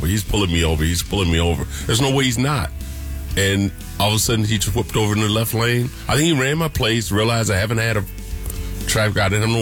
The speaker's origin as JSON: {"language": "English", "region": "Alabama", "country": "United States", "said": "That's what I call him, because I'm from Alabama."}